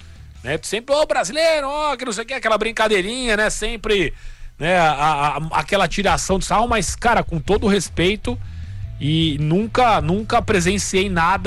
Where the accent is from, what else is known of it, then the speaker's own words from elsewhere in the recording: Brazil; Nunca fui maltratado em Buenos Aires porque eu sou brasileiro